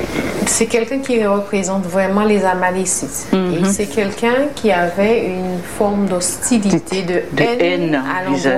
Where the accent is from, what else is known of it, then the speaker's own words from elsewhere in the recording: France; chez nous en France